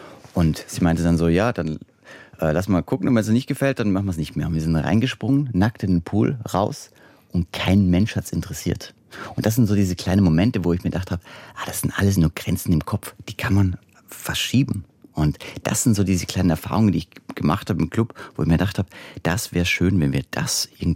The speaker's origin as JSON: {"language": "German", "country": "Austria", "said": "also ich komme aus Österreich, also so einer patriarchal geprägten, ne, christsozialen Welt"}